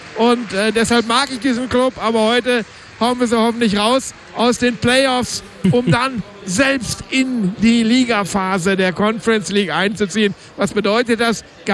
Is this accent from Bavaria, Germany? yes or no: no; Bielefeld, North Rhine-Westphalia, Germany; für mich als Bielefelder erinnert es mich an das ganz alte Stadion vom VfB 03 Bielefeld.